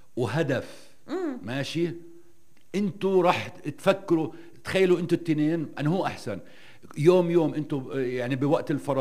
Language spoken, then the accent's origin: Arabic; Nablus, West Bank, Palestine; عندنا في نابلس